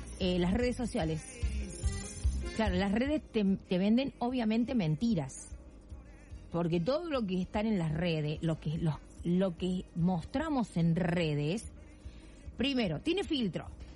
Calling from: Serrano, Córdoba, Argentina; de Serrano, provincia de Córdoba, al sur de Córdoba.

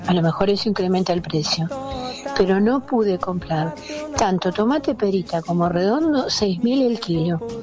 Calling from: Junín, Buenos Aires Province, Argentina; soy de Junín

